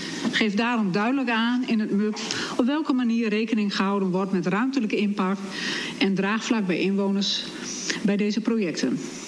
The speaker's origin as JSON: {"language": "Dutch", "region": "Drenthe", "country": "Netherlands", "said": "Als Drenten"}